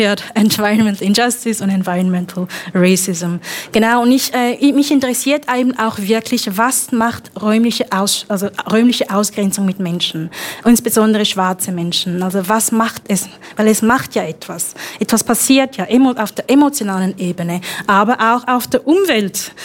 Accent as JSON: {"language": "German", "region": "Zurich", "country": "Switzerland", "tie": "born or raised there", "moved": "as an adult", "lives_now": "Bayreuth, Germany", "said": "ich bin aus Zürich, im Zürcher Unterland aufgewachsen."}